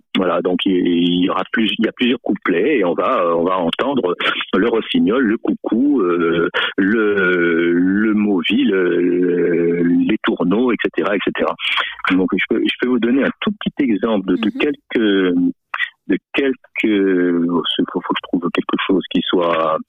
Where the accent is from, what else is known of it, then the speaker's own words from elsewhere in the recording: Auvergne-Rhône-Alpes, France; now in Limousin, France; moi, je suis pas du tout de la région. Hein. Je vis dans le Limousin et je suis originaire plutôt de l'Ain